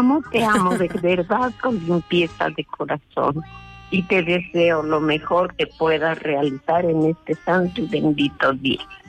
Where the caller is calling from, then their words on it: Cangrejos, Mexico; De aquí, de Cangrejos, hermosa.